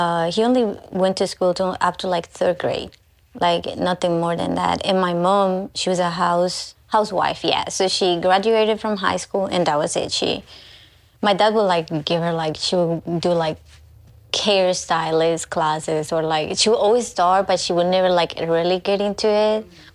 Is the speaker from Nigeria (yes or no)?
no; Colombia; moved away; I am from Colombia, and my dad is a coffee farmer. You know, I grew up in the middle of a mountain